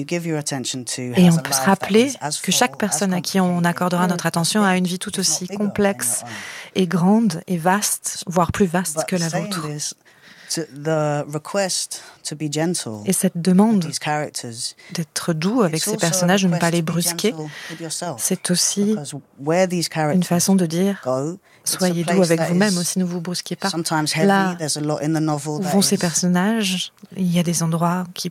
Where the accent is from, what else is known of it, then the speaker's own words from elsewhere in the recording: London, United Kingdom; Moi, je suis née, j'ai grandi à Londres